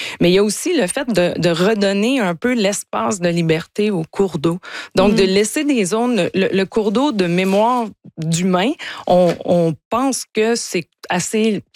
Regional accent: Quebec, Canada; Puis, en passant, j'ai grandi en Gaspésie, moi.

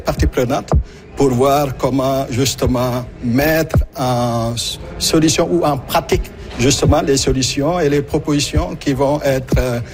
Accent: Ontario, Canada; Il faut rappeler que je suis franco-ontarien d'origine immigrante.

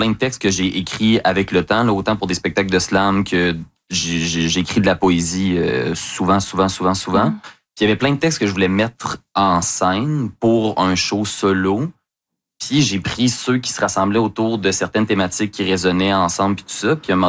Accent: Lévis, Quebec, Canada; Après avoir passé toute mon enfance à Lévis, en plus, là, tu sais, qui est d'ailleurs un des sujets du spectacle.

